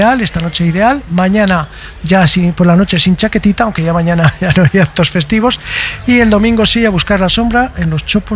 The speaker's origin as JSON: {"language": "Spanish", "town": "Burgos", "region": "Castile and León", "country": "Spain", "tie": "born there", "said": "Yo tenía unas ganas de llegar a Burgos, a mi Burgos querido, tierra sagrada donde yo nací."}